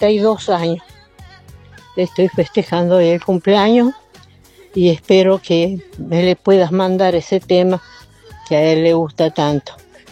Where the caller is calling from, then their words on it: Corral de Negro, Argentina; de acá de Corral de Negro.